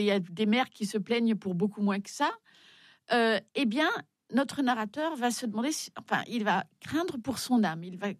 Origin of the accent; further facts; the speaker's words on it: Belgium; Je suis belge.